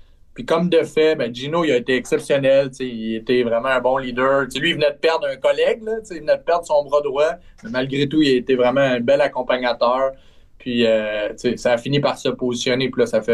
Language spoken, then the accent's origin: French; Trois-Rivières, Quebec, Canada; Le plus absurde là-dedans, c'est que je viens de Trois-Rivières. Je suis directement dans le milieu.